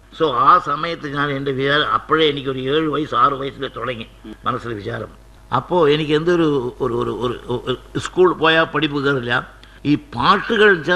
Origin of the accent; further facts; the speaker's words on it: Elappully, Kerala, India; പാലക്കാട് എലപ്പുള്ളി ഗ്രാമത്തിൽ എൻ്റെ വീട്. ഞാൻ അവിടെ ജനിച്ചു വളർന്നു.